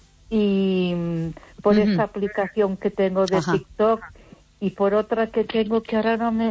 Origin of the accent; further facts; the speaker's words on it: Barcelona, Catalonia, Spain; first language Catalan; Spanish is a second language; now in Ponferrada, Spain; Yo me crié en la Avenida Gaudí, que está muy cerquita de la Sagrada Familia.